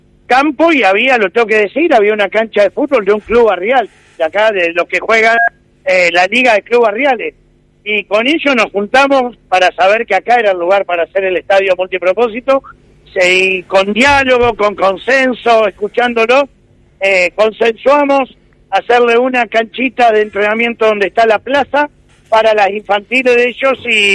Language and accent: Spanish; Santa Fe, Argentina; para los que somos santafesinos